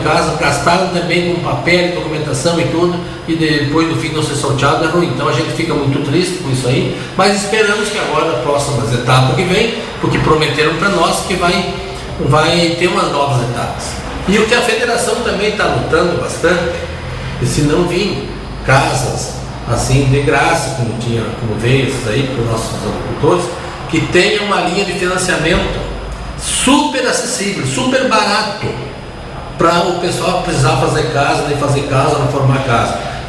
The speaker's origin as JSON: {"language": "Portuguese", "country": "Brazil", "said": "nós somos do Brasil"}